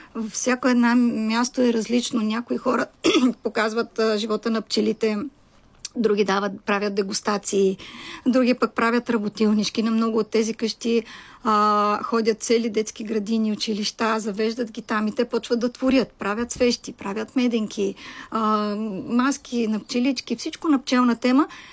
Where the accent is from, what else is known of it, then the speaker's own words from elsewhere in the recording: Sofia, Sofia City, Bulgaria; Аз съм дете от София с всички роднини софиянци, така че като малка страдах, че нямам село.